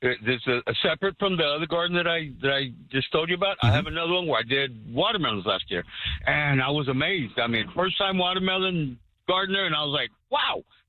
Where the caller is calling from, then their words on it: Lytle, Texas, United States; I live right outside of Lytle.